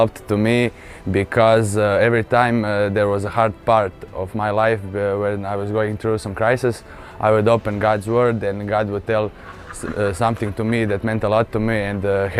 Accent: Rijeka, Primorje-Gorski Kotar County, Croatia; Rijeka, Croatia.

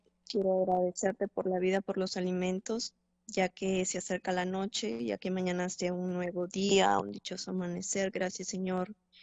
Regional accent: Piura, Peru; Soy de Piura, Perú.

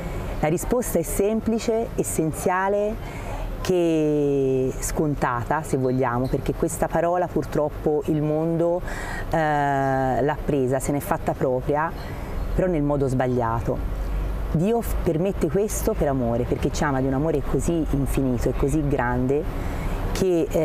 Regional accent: Siena, Tuscany, Italy; vengo da Siena

